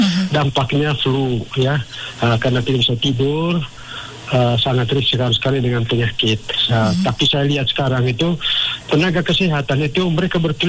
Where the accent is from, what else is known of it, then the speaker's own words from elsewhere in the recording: Manggarai, East Nusa Tenggara, Indonesia; now in Jakarta, Indonesia; saya kan orang Manggarai juga, tapi lama di Jakarta